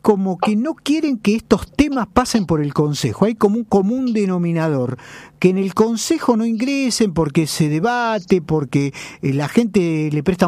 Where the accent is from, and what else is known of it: Rosario, Santa Fe, Argentina